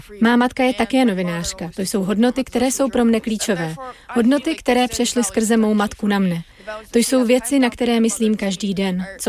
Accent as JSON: {"language": "Czech", "region": "Moscow", "country": "Russia", "tie": "born or raised there", "moved": "yes", "said": "Narodila jsem se tam, vyrostla jsem tam v Moskvě."}